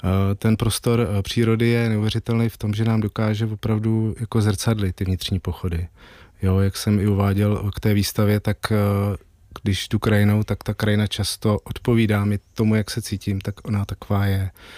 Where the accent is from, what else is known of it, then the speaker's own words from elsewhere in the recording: Hradec Králové, Hradec Králové Region, Czechia; moved away as an adult; also born or lived in Orlické hory; Já jsem žil do 25 nebo do 20 let v Hradci Králové, strávil jsem dětství v Orlických horách, kde jsme měli chalupu